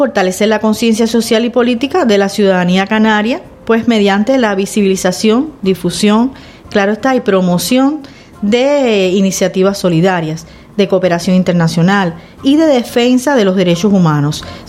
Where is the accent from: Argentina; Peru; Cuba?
Cuba; y yo diría, bueno, es que yo soy cubana